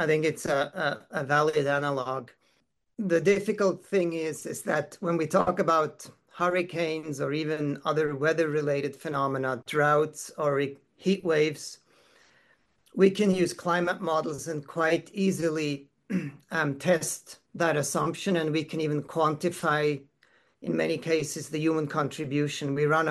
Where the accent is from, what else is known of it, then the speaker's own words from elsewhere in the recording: Switzerland; I come from Switzerland and I follow the news there